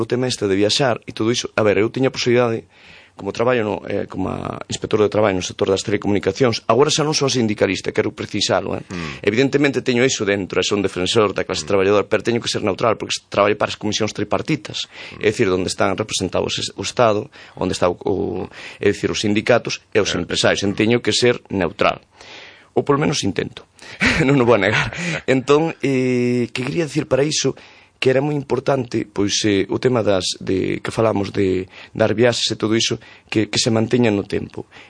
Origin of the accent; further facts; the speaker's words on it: Galicia, Spain; Porque eu son orgulloso de ser de Grixó de Hernández e ser dunha familia de labradores, entendes?